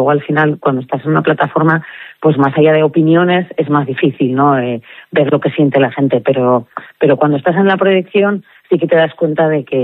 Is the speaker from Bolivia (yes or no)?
no; Madrid, Community of Madrid, Spain; moved away; yo sí en su momento lo di, hace 20 años me vine de Madrid, y ves que el paso desde luego cuesta, porque tienes tus raíces